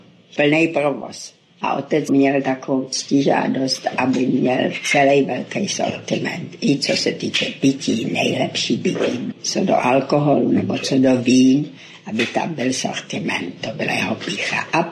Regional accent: Studénka, Moravian-Silesian Region, Czechia; born there; also born or lived in Ostrava; když mi byly 4 roky, tak jsme se odstěhovali do Studénky.

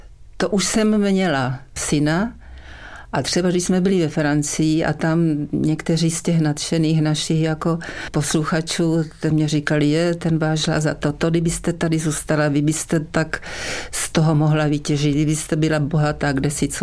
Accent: Uherské Hradiště, Zlín Region, Czechia; protože to je typické, že pro Dolňácko a pro moje rodné město.

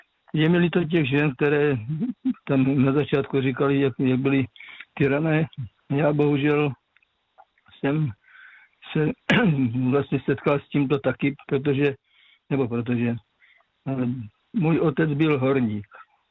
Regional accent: South Moravian Region, Czechia; now in Kopřivnice, Czechia

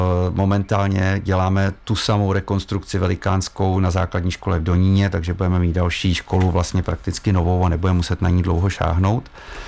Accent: Hrádek nad Nisou, Liberec Region, Czechia; also born or lived in Frýdlant v Čechách; po narození bydlel ve Frýdlantě v Čechách, protože tatínek opravoval v Hrádku dům nebo přestavoval, takže ale dá se tvrdit, že jsem rodilý Hrádečák, protože své působení ve Frýdlantě si rozhodně nepamatuji

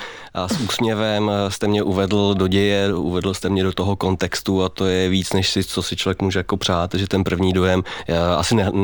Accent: Sudetenland, Czechia; já jsem třeba ze Sudet

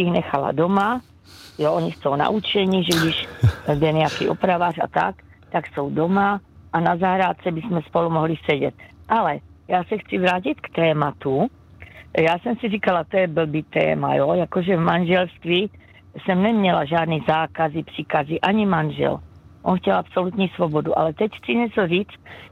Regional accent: Olomouc, Olomouc Region, Czechia; now in Radíkov, Czech Republic; já jsem z Olomouce jako rodačka.

